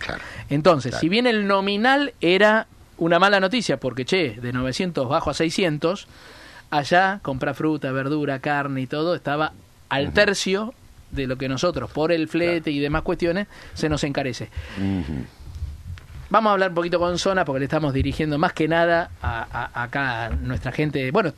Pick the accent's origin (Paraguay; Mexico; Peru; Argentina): Argentina; now in Patagonia, Argentina; Yo soy de Buenos Aires